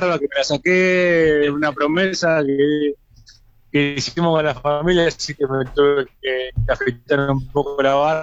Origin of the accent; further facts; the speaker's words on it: Argentina; como buen argentino, la celeste y blanca y con todas las vibras para el domingo.